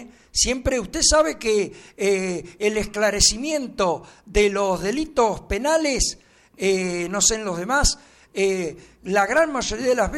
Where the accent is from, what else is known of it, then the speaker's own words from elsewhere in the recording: Argentina; also born or lived in Spain; Pero yo soy nacionalidad española también. Tengo doble nacionalidad, argentino y español.